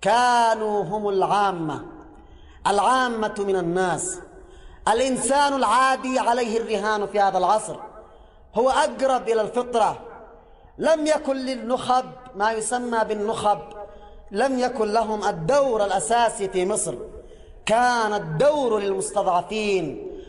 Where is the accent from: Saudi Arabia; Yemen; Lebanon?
Yemen; نتحدث عن واقعنا في بلدنا اليمن الحبيب.